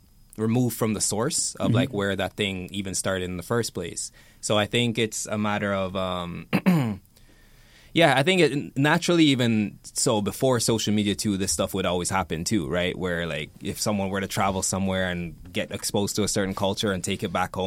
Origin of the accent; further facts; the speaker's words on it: Jamaica; being a Jamaican myself